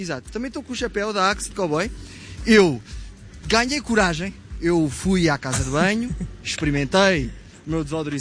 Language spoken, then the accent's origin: Portuguese; Sintra, Lisbon, Portugal; vocês sabem que eu sou de Sintra